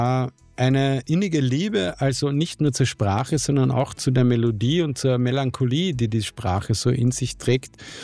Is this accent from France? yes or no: no; Friesach, Carinthia, Austria; born there; accent: Carinthian; also born or lived in Vienna; mein Vater einen Turnusplatz in Friesach bekommen hat. Und wie wir dann dorthin gezogen sind